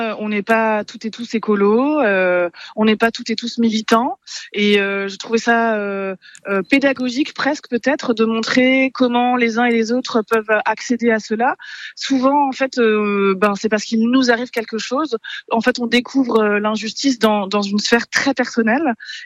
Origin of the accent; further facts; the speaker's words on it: Kolbsheim, Grand Est, France; moi je suis originaire de Kolbsheim, ce petit village